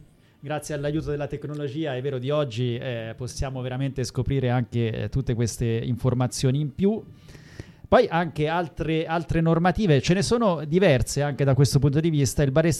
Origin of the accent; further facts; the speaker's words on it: Arezzo, Tuscany, Italy; vengo da Arezzo